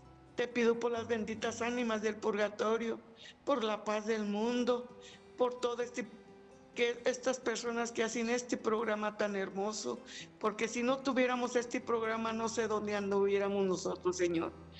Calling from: Zacapu, Michoacán, Mexico; Hablo de Zacapu, Michoacán.

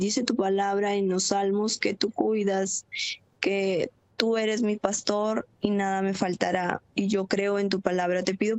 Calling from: Peru; Hablo desde Perú.

